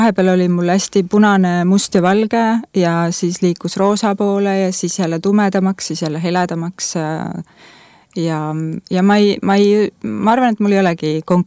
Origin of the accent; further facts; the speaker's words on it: Kohtla-Järve, Ida-Viru County, Estonia; ma olen Kohtla-Järvelt pärit